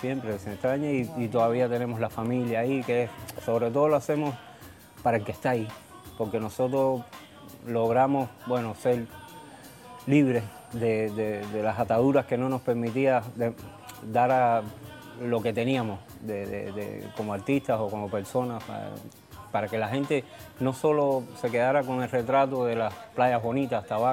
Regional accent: Cuba; born there; moved away; que podamos entrar o que pueda entrar nuevamente como ciudadano cubano a mi país donde nací

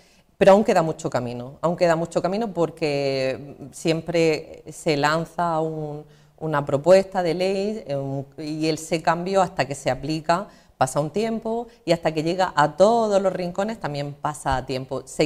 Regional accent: El Ejido, Andalusia, Spain; yo vengo de una pedanía de Elegido, de La Noria, este año cumplo 11 años atendiendo en consulta a gente como dietista, nutricionista

